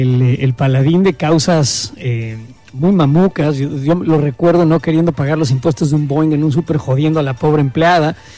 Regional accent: Mexico; 57 años en este planeta siendo mexicano, ¿eh? Vaya que he visto pasar corrupción.

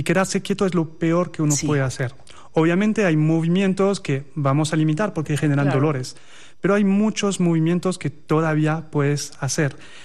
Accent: France; now in Colombia; Soy francés, viviendo en Colombia

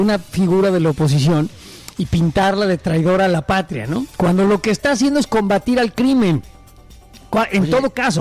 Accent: Mexico; Pero yo prefiero, como mexicano, la verdad, que se haga algo en contra de los narcotraficantes

